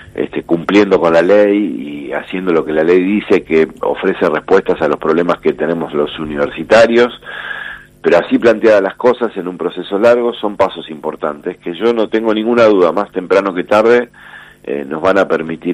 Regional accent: Santa Fe, Argentina; Los santafesinos tenemos que estar orgullosos

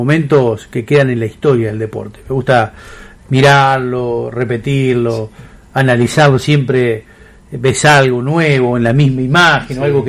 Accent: Santa Fe, Argentina; son santafesinos, uno como santafesino está orgulloso

